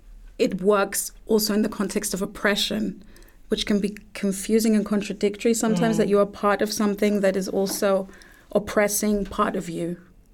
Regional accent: London, United Kingdom; So I grew up in the UK. I grew up in London. Mm-hmm. I was born in London. My mom is from Austria. My dad is from Nigeria, is Igbo.

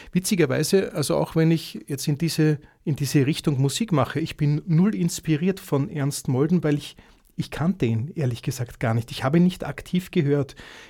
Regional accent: Vienna, Austria; dadurch, dass ich in Wien aufgewachsen bin, im Wienerischen ein bisschen

